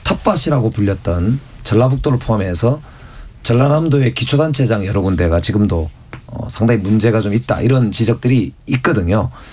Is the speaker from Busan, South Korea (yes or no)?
yes; Busan, South Korea; 저도 고향이 부산이지만